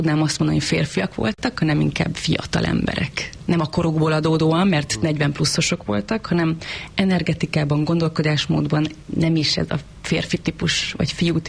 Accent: Borsod-Abaúj-Zemplén, Hungary; Én borsodi lány vagyok egyébként.

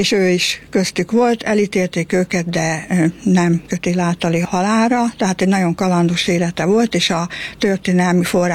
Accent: Budapest, Hungary; also born or lived in Miskolc; Én már itt nőttem föl, tehát tulajdonképpen csak épp a megszületés volt ott, és én teljesen törzsgyökeresen budapesti vagyok.

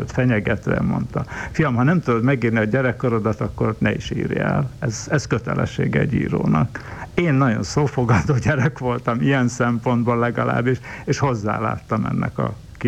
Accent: Budapest, Hungary; egy gyárutcai ablak, Majókai utcai, ott születtem. A 6. kerület, onnan szivárogtam át, aztán tulajdonképpen jóval később csak a Tisza-Kálmán térre. De még előtte Kőbánya is volt.

